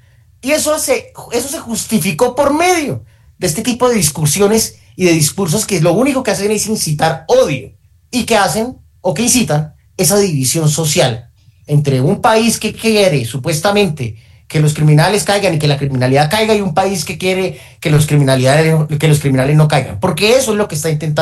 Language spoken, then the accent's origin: Spanish; Santander, Colombia; vuelvo a Santander, mi tierra.